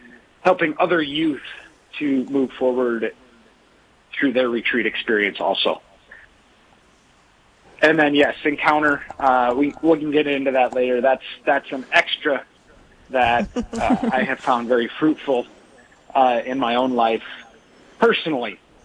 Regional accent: Dickinson, North Dakota, United States; I grew up in Dickinson, Trinity School all my life.

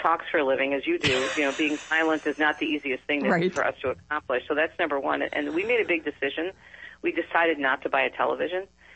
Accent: Detroit, Michigan, United States; born or raised there; also born or lived in Umbria, Italy

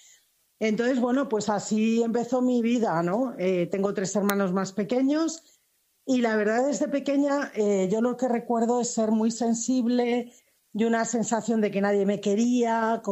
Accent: Spain; born there; accent: Spanish; Pues mira, yo nací en una familia muy católica en España, como podéis ver por mi acento, en el año 64. Claro. Tengo 62 años. Soy la mayor de cuatro hermanos y mi familia todos muy católicos desde los ancestros

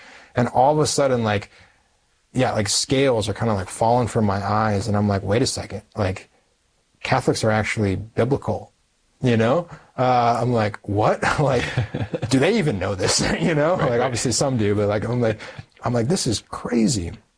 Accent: United States; I'm an American Protestant

